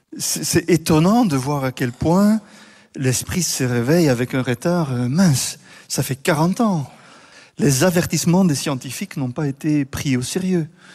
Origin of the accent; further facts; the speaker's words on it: Bruges, Flanders, Belgium; Moi je viens de Bruges